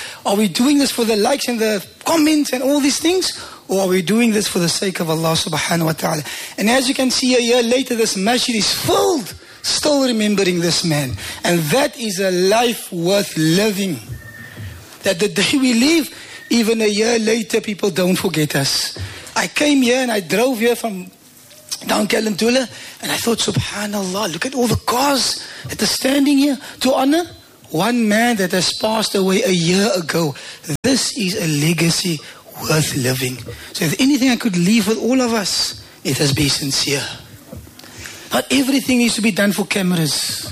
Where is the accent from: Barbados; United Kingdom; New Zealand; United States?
Barbados; Bridgetown, Saint Michael; I see familiar faces, that's why I can just be myself. Couldn't care less. No introduction. I'm from Bridgetown.